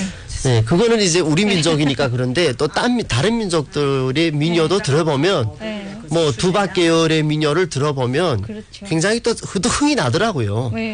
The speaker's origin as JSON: {"language": "Korean", "country": "China", "said": "저는 제가 조선족이라서가 아니라"}